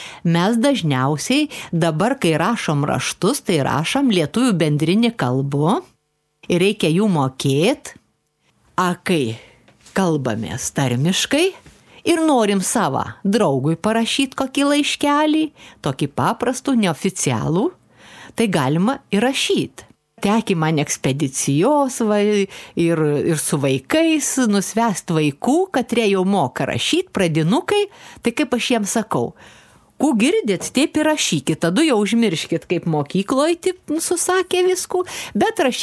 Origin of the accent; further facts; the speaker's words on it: Aukštaitija, Lithuania; accent: Aukštaitian Utena dialect; Aš aukštaitė, taigi daugiausia apie savo kraštų ir žinau.